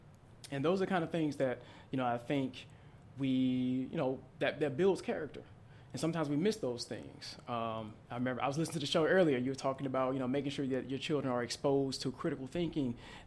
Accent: Centerville, Mississippi, United States; born there; also born or lived in Jackson, Mississippi / Woodville, Mississippi

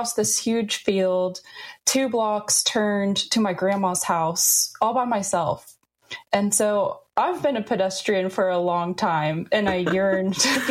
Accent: Enid, Oklahoma, United States; I grew up in Enid, Oklahoma, which very few people have heard about. It's about 50,000 people in the town.

